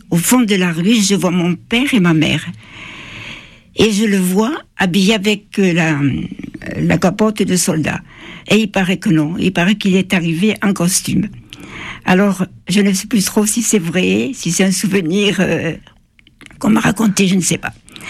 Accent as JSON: {"language": "French", "town": "Toulouse", "region": "Occitanie", "country": "France", "tie": "born or raised there", "said": "nous sommes revenus à Toulouse. Mes parents avaient gardé l'appartement, là où je suis née."}